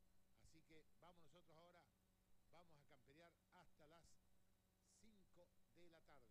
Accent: Neuquén, Argentina; recorriendo nuestra querida provincia del Neuquén.

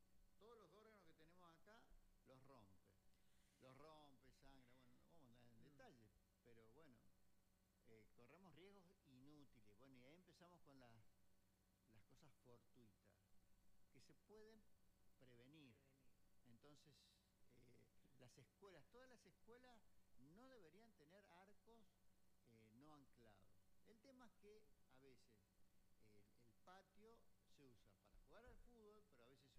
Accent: Santa Fe, Argentina; yo soy santafesino.

